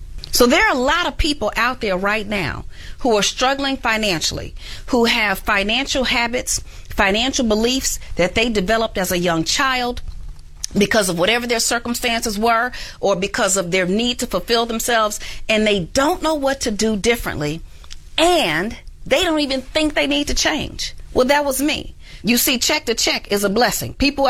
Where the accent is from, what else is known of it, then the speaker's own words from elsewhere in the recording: Chicago, Illinois, United States; I was born and raised in Chicago. As a matter of fact, my grandmother was 75 years old, cleaning homes for wealthy people, putting me through college.